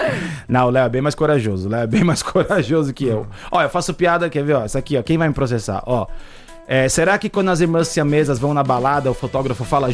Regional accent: Ilhabela, São Paulo, Brazil; Cara, que eu venho de Ilhabela, né? Tá. E aí é areia, arenoso.

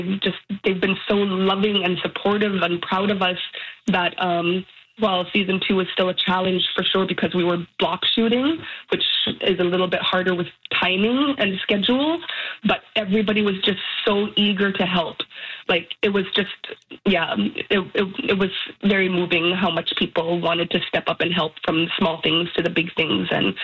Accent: Western Arctic, Canada; I come from the Western Arctic.

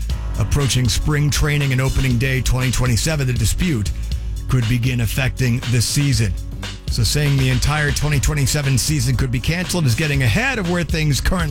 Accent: Boston, Massachusetts, United States; moved away; also born or lived in New York; when I lived in New York, I mean, part of it is I grew up in Boston

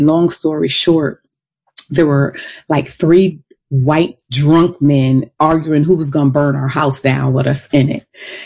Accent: New Haven, Connecticut, United States; I grew up in New Haven, Connecticut, specifically in Fairhaven on Grand Avenue. And I grew up in the 70s. So at that time, Grand Avenue and Fairhaven was predominantly white. And we were the only black family on Grand Avenue.

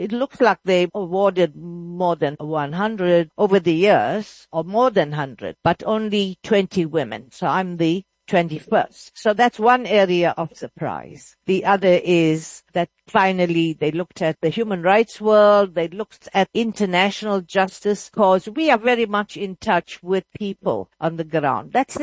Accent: South Africa; let me say I come from South Africa. I come from Africa.

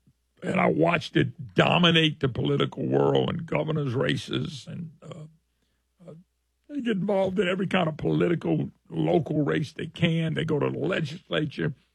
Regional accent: Ventura, California, United States; I grew up in Ventura, California. Multiple times we suddenly had to move because of extreme financial ups and downs.

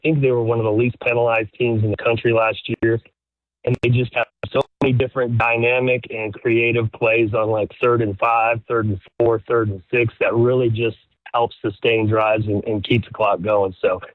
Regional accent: New Mexico, United States; also born or lived in Kansas; And I grew up there, so I'm a New Mexico fan. I was born in Kansas

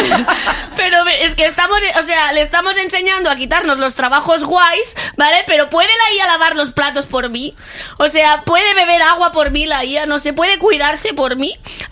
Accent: Catalonia, Spain; Sí, yo bebo agua porque soy catalana, ¿vale?

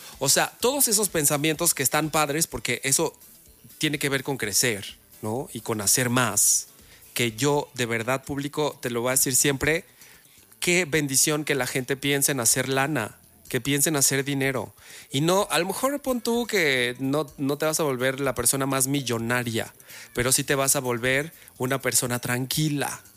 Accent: Mexico

